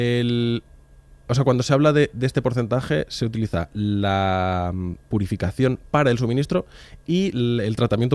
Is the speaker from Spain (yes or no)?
yes; Madrid, Community of Madrid, Spain